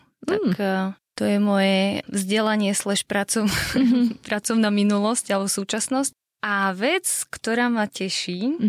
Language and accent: Slovak; Miloslavov, Bratislava Region, Slovakia; now in Bratislava, Slovakia; Pochádzam z Bratislavy a okolia, takže vyrastala som pri Bratislave v dedinke Miloslavov Alžbetín dvor, ale už teda dlhšie žijem v Bratislave a tak viac menej pendlujem, lebo rodičov stále tam mám a je to blízko.